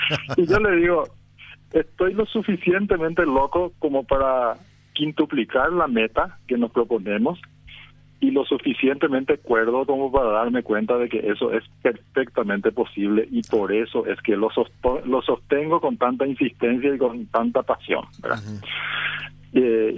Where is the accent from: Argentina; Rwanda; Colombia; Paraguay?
Paraguay; Porque así somos los paraguayos, Samuel.